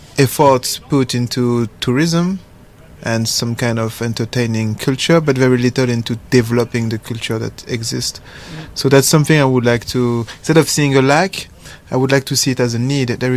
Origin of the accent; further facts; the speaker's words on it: France; But initially, I am a dancer from the Conservatoire of Lyon. So it's like a so I'm like a French bred, yeah.